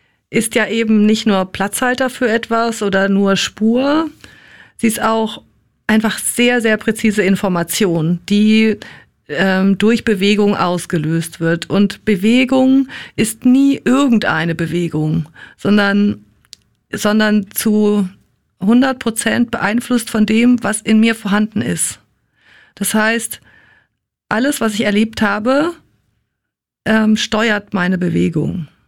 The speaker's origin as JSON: {"language": "German", "town": "Frankfurt", "region": "Hesse", "country": "Germany", "tie": "born or raised there", "moved": "as an adult", "lives_now": "Berlin, Germany", "said": "ich bin ja auch in Frankfurt aufgewachsen."}